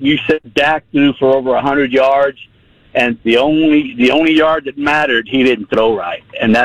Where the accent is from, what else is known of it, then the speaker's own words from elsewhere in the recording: Dallas, Texas, United States; I grew up in Dallas.